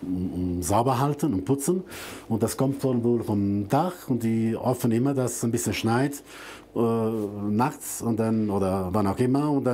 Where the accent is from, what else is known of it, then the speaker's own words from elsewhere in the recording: Italy; ich als Italiener